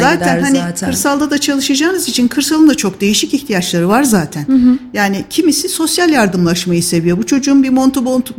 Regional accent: Istanbul, Turkey; born there; moved away as an adult; also born or lived in Trabzon / Bursa; now in Kayseri, Turkey

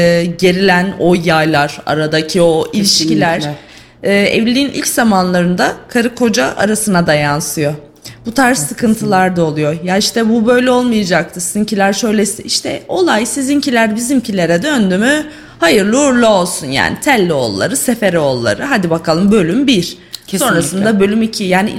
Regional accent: Sivas, Turkey; Bir Sivaslı olarak.

